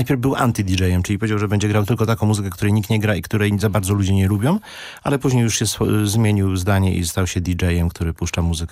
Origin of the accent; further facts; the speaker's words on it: Gdynia, Pomeranian Voivodeship, Poland; Mamy stulecie miasta Gdyni, miasta, z którego no, pochodzimy, z którym jesteśmy wszyscy związani od dziecka.